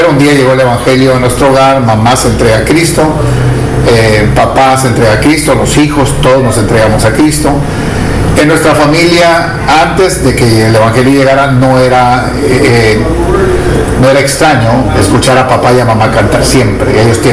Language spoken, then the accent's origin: Spanish; Mexico; yo nací en México, soy el décimo de 13 hijos que le nacieron a mis padres.